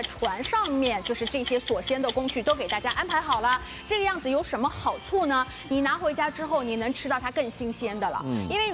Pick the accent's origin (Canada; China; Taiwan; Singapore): China; Shanghai